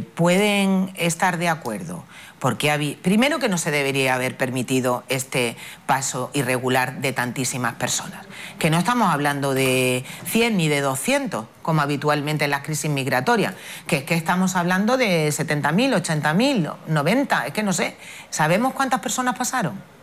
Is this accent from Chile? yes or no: no; Spain; unas ciudades como Ceuta y Melilla, que somos frontera sur de Europa